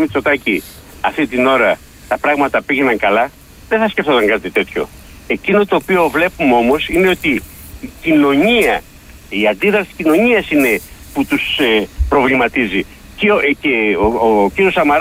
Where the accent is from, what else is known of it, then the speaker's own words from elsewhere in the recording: Eastern Macedonia and Thrace, Greece; Και την κοινή μας πατρίδα, τη Θράκη.